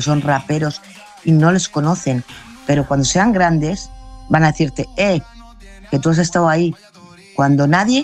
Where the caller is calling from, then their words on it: Salamanca, Castile and León, Spain; Es un rapero salmantino de aquí de mi tierra, que yo mi tierra la llevo por bandera